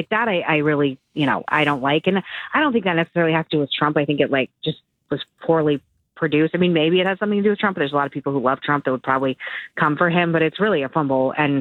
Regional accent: United States; an American like me.

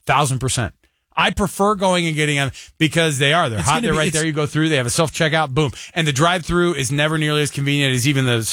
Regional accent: Texas, United States; born there; Now, I was born in Texas, but we didn't have Bucky's growing up.

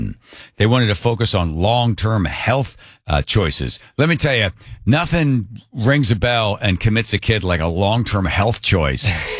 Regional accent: East Coast, United States; I'm from the East Coast

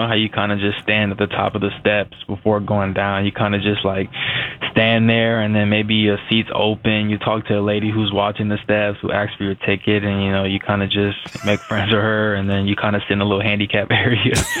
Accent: Arizona, United States; I'm really playing for my hometown team.

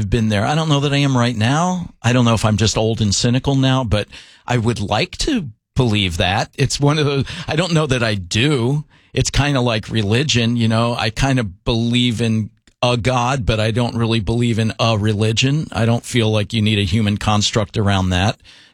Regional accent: Ohio, United States; born there; Bad things happen in Ohio. I was born in Ohio.

